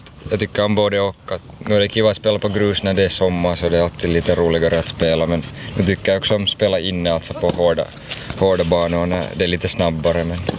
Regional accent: Turku, Southwest Finland, Finland; jag är Åbobo, jag är 18 års gammal.

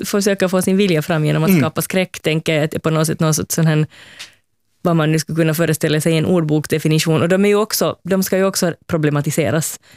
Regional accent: Finland; nej, jag är inte från Sverige.

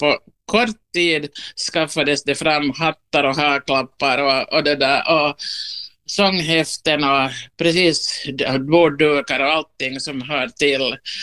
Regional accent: Ostrobothnia, Finland; Vet du, där har jag läst mitt liv helt i lugn och ro som österbottning utan kräftskiva. Och det där, så har vi ju min bildade familj här i Nyland.

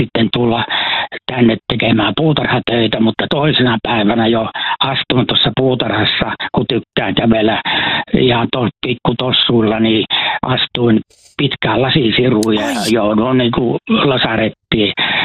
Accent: Rantasalmi, South Savo, Finland; born there; now in Helsinki, Finland; olen Rantasalmelta syntyisin, mutta tällä hetkellä ja iät ja ajat olen asunut kyllä Helsingissä, mutta mulla on tässä mökki isolla puutarhapalstalla

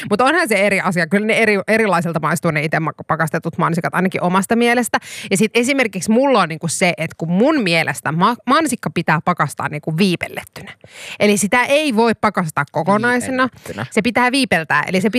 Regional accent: Kuopio, North Savo, Finland; Ja halvimpia sitten taas Kuopiossa. Meikäläisen rakkailla kotikonnuilla.

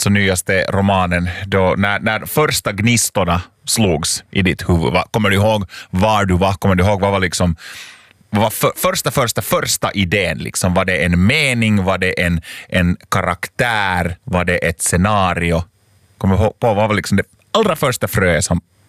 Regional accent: Lapinjärvi, Uusimaa, Finland; Sen i och för sig, jag kommer själv från Östra Nyland, från Lappträsk, och där finns det många som heter, som riktiga efternamn, Lustig.

